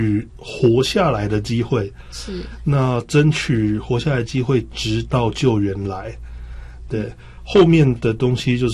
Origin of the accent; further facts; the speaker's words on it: Taiwan; 我们台湾人常常会隔壁就便利商店啊，